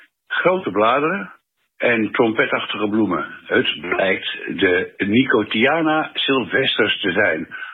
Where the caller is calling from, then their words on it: Amsterdam, North Holland, Netherlands; uit Betondorp, Amsterdam.